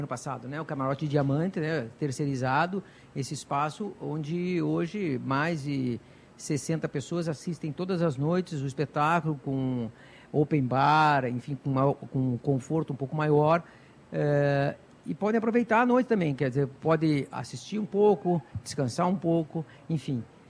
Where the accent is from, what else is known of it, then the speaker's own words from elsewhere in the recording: Curitiba, Paraná, Brazil; now in Joinville, Brazil; eu vim para Joinville, vim de Curitiba para Joinville, moro aqui já há algum tempo